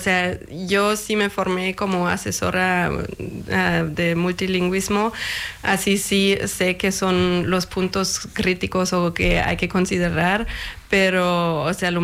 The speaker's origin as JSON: {"language": "Spanish", "country": "Germany", "said": "Pues, o sea, para mí como alemana, en todas las fiestas hay una piñata que rompen los niños y salen los dulces, ¿no?"}